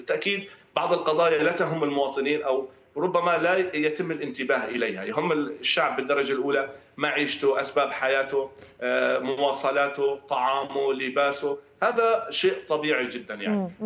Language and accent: Arabic; Syria